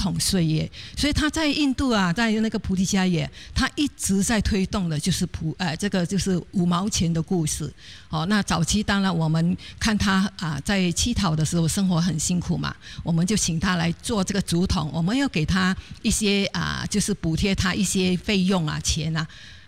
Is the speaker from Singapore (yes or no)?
yes; Singapore; 那我来自佛国的新加坡人，